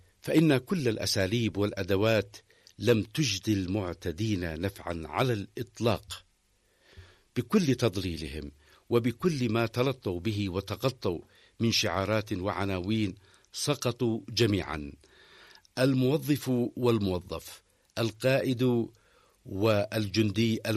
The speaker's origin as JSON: {"language": "Arabic", "country": "Yemen", "said": "نحن كيمنيين"}